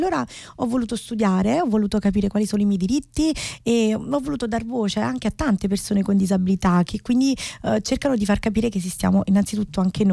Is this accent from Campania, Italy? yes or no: yes; Salerno, Campania, Italy; vengo da Salerno